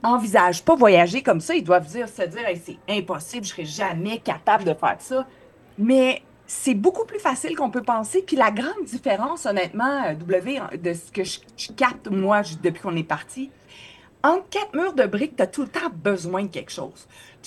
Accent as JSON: {"language": "French", "town": "Joliette", "region": "Quebec", "country": "Canada", "tie": "born or raised there", "said": "Moi, je suis native de Joliette. Mon père habite toujours là."}